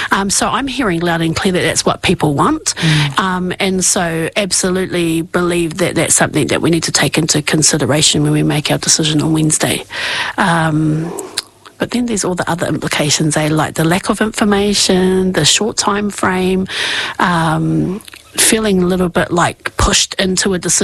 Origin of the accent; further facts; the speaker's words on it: Marsden, Wellington, New Zealand; Yeah, you know, born and bred in Marsden, you know, Marsden is our town